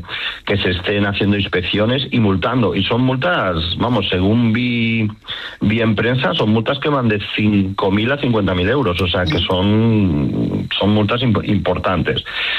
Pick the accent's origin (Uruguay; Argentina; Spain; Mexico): Spain; Balearic Islands